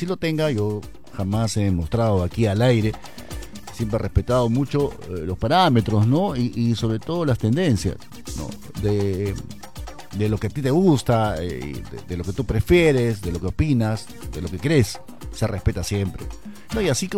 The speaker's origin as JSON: {"language": "Spanish", "country": "Peru"}